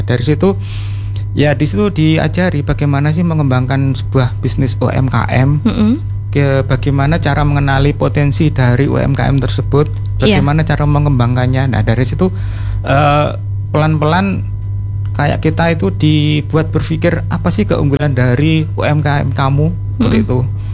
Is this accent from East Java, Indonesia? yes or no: yes; Tegal Weru, East Java, Indonesia; Taru itu sebenarnya desa kami, Tegal Weru awalnya.